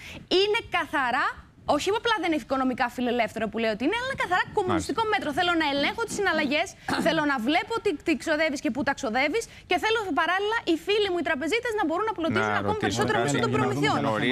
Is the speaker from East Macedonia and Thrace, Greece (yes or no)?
yes; East Macedonia and Thrace, Greece; από το χωριό που είμαι από τον Εύρο